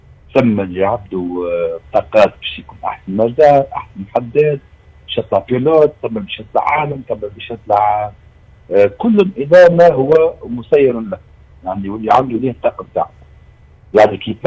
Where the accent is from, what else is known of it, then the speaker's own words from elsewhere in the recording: Tunisia; اللي عندنا في تونس